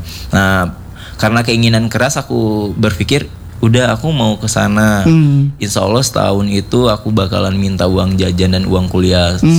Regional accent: Payakumbuh, West Sumatra, Indonesia; now in Bandung, Indonesia; aku kan asalnya Payakumbuh.

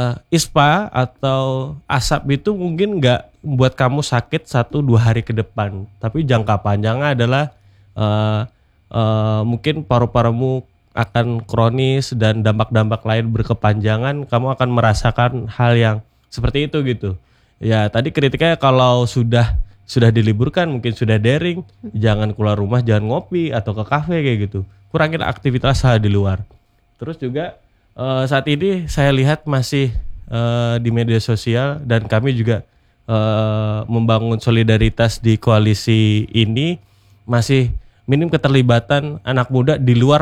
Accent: Amuntai, South Kalimantan, Indonesia; born there; Kayak contohnya di tempat kelahiran saya di Amuntai, karhutlah besar-besaran di masa itu menyebabkan Amuntai itu terkungkung asap.

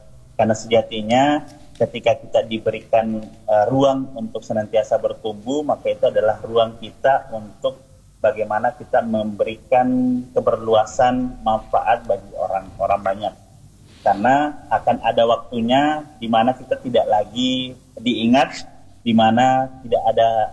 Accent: Tarakan, North Kalimantan, Indonesia; Ya, saya dari Tarakan, Kak.

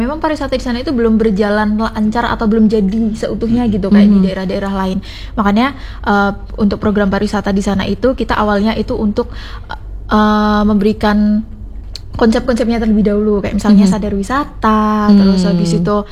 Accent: Loleo, Maluku, Indonesia; Malah justru di desa kami, baik Loleo ataupun Salobera, sebenarnya lebih ke Loleo, itu memang mayoritas masyarakat di sana itu mata pencariannya nelayan.

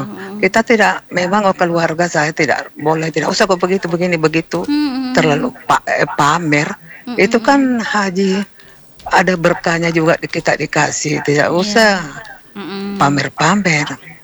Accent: Makassar, South Sulawesi, Indonesia; Saya Bugis Makassar juga ada boneku ada ini tapi tidak pernah saya lihat

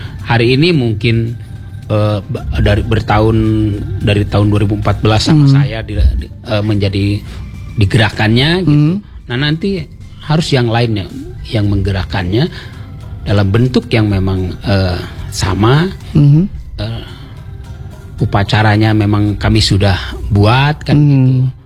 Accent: Cimahi, West Java, Indonesia; born or raised there

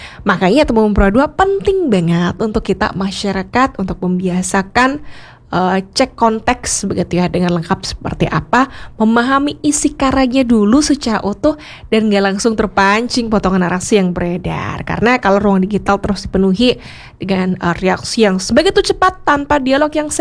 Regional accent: Bali, Indonesia; aku pun juga sebagai masyarakat Indonesia, aku orang Bali

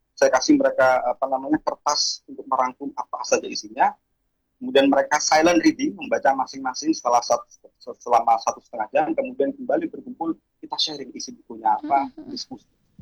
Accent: Jember, East Java, Indonesia; Karena saya dari Jember ya, saya asalnya dari Jember, itu ya perpustakaan tidak ada di kecamatan saya, bahkan tidak ada.

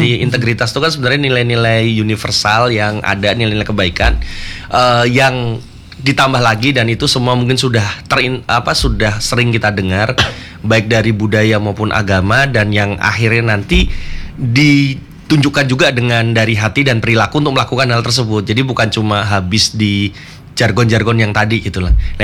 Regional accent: Yogyakarta, Special Region of Yogyakarta, Indonesia; Oh, saya asli Jogja.

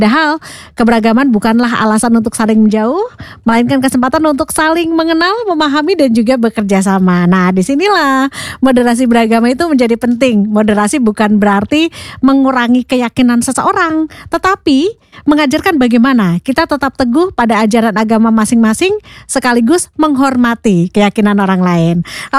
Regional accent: Purwokerto, Central Java, Indonesia; Jadi kita sama-sama Puerto Rico ya. Purwokerto Pride ya

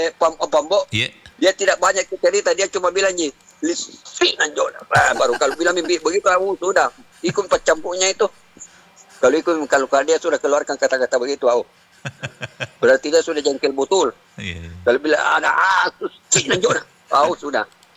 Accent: Makassar, South Sulawesi, Indonesia; Saya asli Bugis, maka saya asli Makassar. Karena lahir dan besar di sini, jadi inilah kampung halaman saya sebetulnya, bukan kampung halaman saya Sinjai.

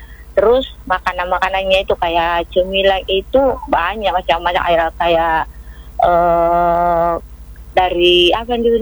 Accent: Makassar, South Sulawesi, Indonesia; now in Soppeng, Indonesia; saya besar di Kota Daeng, Ji.

